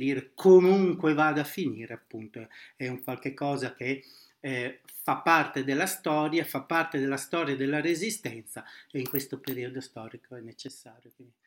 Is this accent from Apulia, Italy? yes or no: no; Emilia-Romagna, Italy; Io vengo dall'Emilia Romagna